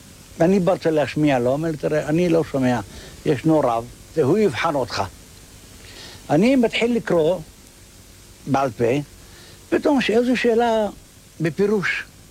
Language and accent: Hebrew; Jerusalem, Jerusalem District, Israel; אני גדלתי בעיר העתיקה, וגדלתי בתוך ישיבת פרת יוסף.